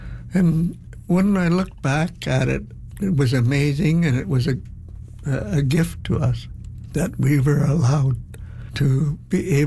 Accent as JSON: {"language": "English", "town": "Vancouver", "region": "British Columbia", "country": "Canada", "tie": "born there", "said": "I'm just a regular Musqueam person? I'm not from China, but my father's from China."}